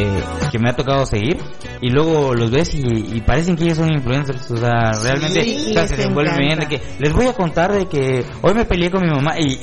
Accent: Lerma, State of Mexico, Mexico; Pues yo vengo de Lerma

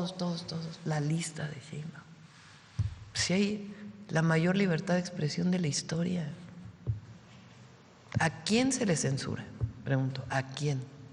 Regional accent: Mexico; de los que decimos estos somos los mexicanos y las mexicanas, que no nos rendimos, que no nos arrodillamos ante nadie.

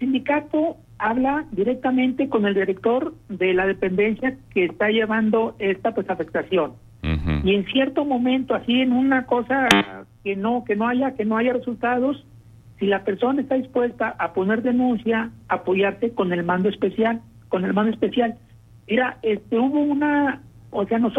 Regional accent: La Laguna, Mexico; No somos de Gómez, no somos de Lerdo, no somos de Torreón. Somos laguneros.

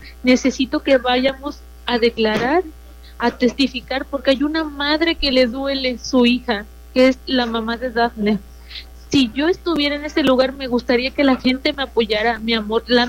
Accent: Poza Rica, Veracruz, Mexico; nosotros somos de Poza Rica, Veracruz

